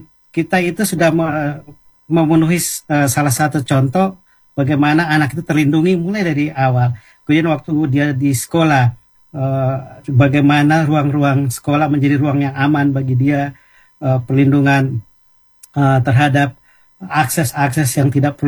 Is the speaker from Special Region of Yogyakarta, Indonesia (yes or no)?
no; Surabaya, East Java, Indonesia; Pokoknya kampung saya Surabaya